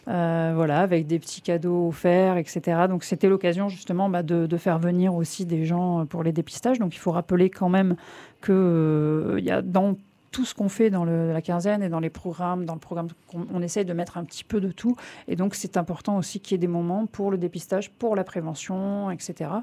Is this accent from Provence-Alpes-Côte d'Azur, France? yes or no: yes; Toulon, Provence-Alpes-Côte d'Azur, France; Nous, on est de Toulon depuis des années. Et en fait, on voit les jeunes partir.